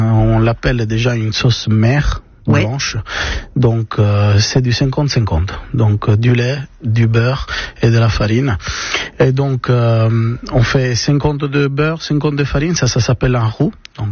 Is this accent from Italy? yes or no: yes; Italy; Écoutez, moi je suis italien, donc on peut faire des lasagnes